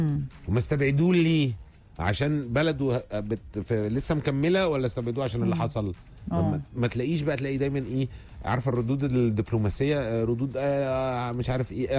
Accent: Egypt; انتوا تعرفوا ان لحد دلوقتي كل الناس بجميع الجنسيات اللي يعرفني اني مصري

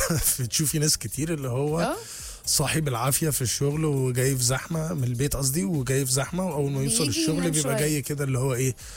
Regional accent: Egypt; احنا كمصريين

